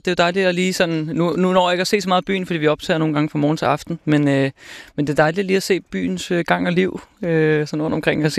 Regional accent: Copenhagen, Capital Region of Denmark, Denmark; jeg kommer fra København

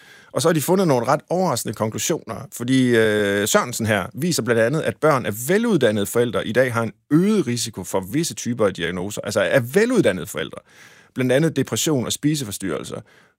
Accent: Tjøring, Central Denmark Region, Denmark; for jeg er vokset op ved Gøstrup, altså i Tjøring, men det ligger lige ved siden af, og vi legede på engen, som førte os ned til Gøstrup.

